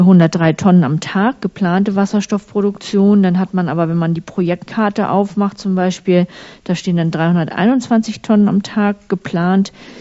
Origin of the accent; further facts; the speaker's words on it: Schleswig-Holstein, Germany; ich komme ja aus Nordfriesland